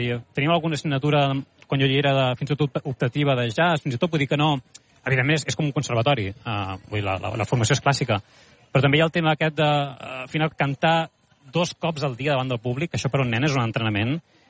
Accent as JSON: {"language": "Catalan", "region": "Catalonia", "country": "Spain", "said": "com a catalans"}